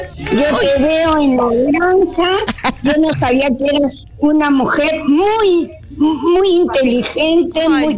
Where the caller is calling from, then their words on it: Lima, Peru; me llamo de Jesús María.